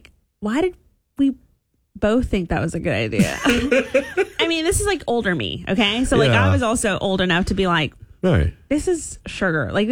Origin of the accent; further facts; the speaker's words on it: Texas, United States; However, I will say, okay, growing up in Texas, we would go to maybe this is a Lone Star thing, but we would go, or Southeast Texas thing, I should say.